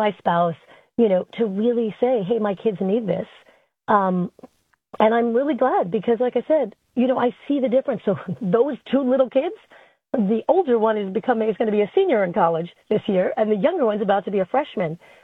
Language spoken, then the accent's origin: English; Flushing, New York, United States; born or raised there